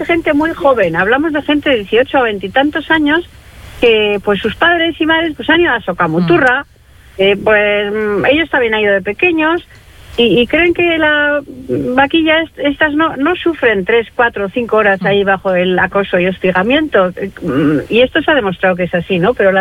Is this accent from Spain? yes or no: yes; Getxo, Basque Country, Spain; es mi pueblo, yo me criaba ahí en el Puerto Viejo, en la playa y tal